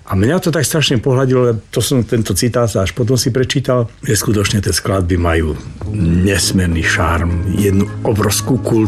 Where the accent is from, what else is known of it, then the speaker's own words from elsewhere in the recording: eastern Slovakia, Slovakia; Viete, ja som chlapec z východu a každý hovorí o východňare, že sú strašne tvrdé palice.